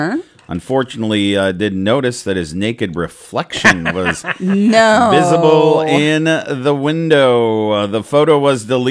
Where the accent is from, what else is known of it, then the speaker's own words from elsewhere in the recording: Lyons, Nebraska, United States; I'm from Lyons, Nebraska.